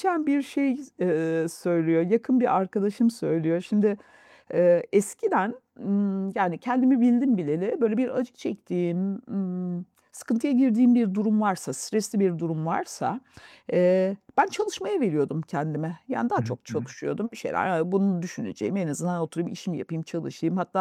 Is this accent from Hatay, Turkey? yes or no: yes; Hatay, Turkey; Hataylıyım ben. Yani bir yandan da bir depremzedeyim.